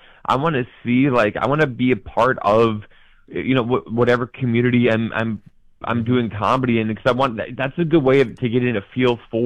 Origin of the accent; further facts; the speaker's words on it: Midwest, United States; now in New York, United States; I feel like I'm a Midwestern guy. You know, I live in New York, but I'm from the Midwest.